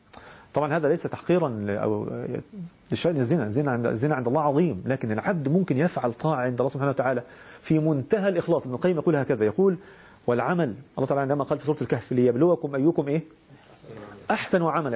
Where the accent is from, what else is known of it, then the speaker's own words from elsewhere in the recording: Egypt; إحنا بنسميه عندنا في مصر النهاردة يسموه ترند